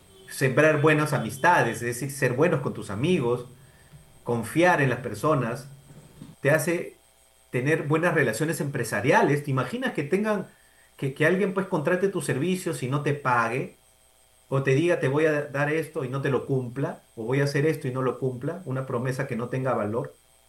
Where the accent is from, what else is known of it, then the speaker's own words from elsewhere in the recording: Peru; nos ha hecho daño como sociedad peruana